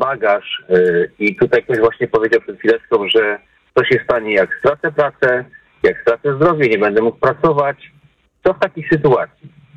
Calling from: Gorzów Wielkopolski, Lubusz Voivodeship, Poland; Ja mieszkam w Gorzowie Wielkopolskim

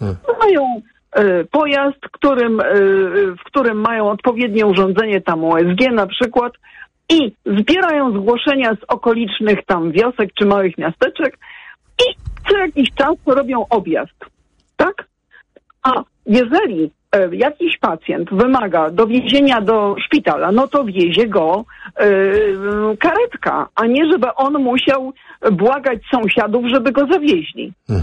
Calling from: Warsaw, Masovian Voivodeship, Poland; Ja mieszkam w Warszawie

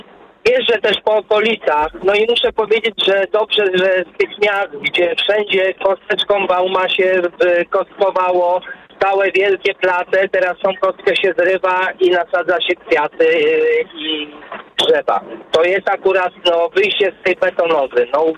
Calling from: Pruszków, Masovian Voivodeship, Poland; ja jestem spod Warszawy, ale pracuję w Warszawie

